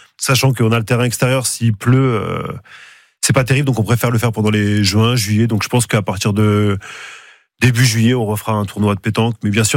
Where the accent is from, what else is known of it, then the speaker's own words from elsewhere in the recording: Paris, Île-de-France, France; now in Tours, France; On me dit beaucoup que j'ai un accent, mais pourtant je suis parisien, tourangeau